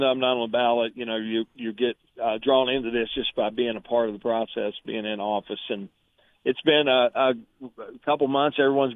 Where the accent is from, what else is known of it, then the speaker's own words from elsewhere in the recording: Pax, West Virginia, United States; my hometown of Pax